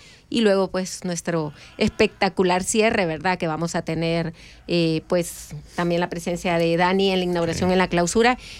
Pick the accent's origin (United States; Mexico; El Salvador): El Salvador; Nos une a todos los salvadoreños.